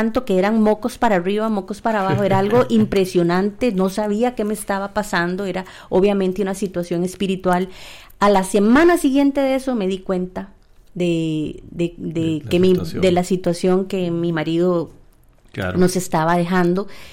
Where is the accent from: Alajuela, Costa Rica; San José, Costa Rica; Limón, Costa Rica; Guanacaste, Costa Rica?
San José, Costa Rica; San Isidro de El General; yo soy de Pérez Celedón